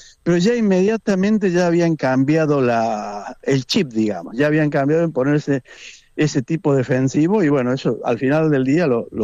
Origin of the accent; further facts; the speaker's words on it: Argentina; Yo creo que a España hay solamente un equipo que le puede ganar, y ese equipo somos nosotros, Argentina.